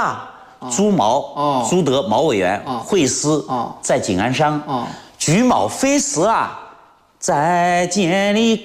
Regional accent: Yongxing, Hunan, China

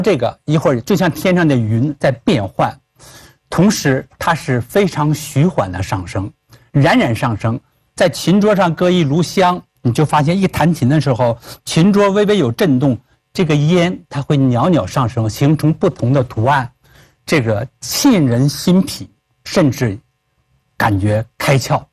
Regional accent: China; 我们中国人自古讲究崇仁尊礼，

